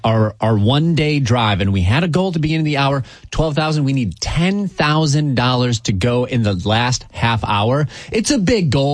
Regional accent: Wisconsin, United States; now in Nashville, United States; As Paige was saying, you know, she came here from Michigan. I'm from Wisconsin.

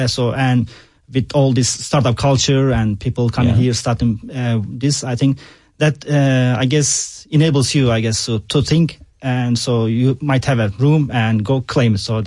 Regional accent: Istanbul, Turkey; English is a second language; moved away as an adult; now in United States; Yeah. So I grew up in Istanbul.

